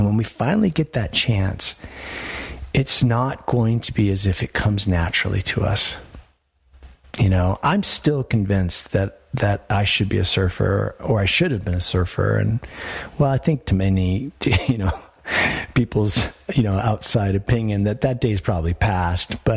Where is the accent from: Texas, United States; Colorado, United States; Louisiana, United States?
Colorado, United States; I grew up here in Colorado. My mother was a child of immigrant parents.